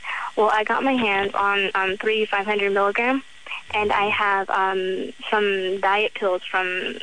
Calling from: Philippines; I'm Filipino.

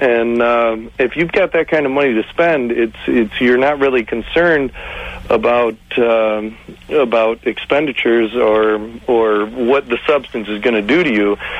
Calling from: Michigan, United States; I'm calling from Michigan, which is the birthplace of techno

